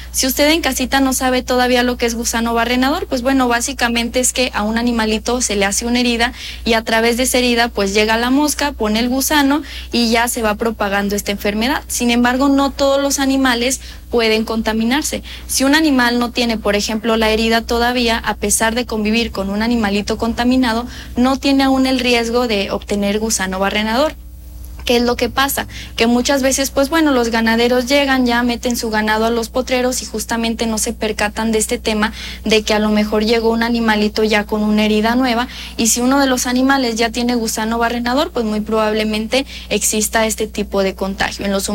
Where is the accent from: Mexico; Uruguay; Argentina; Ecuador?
Mexico; fiestas patrias que nos corresponden a todos como mexicanos